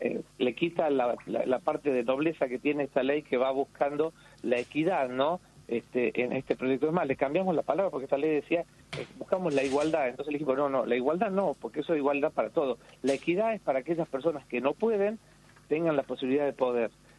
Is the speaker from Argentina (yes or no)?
yes; Salta, Argentina; yo soy de Salta, imagínense.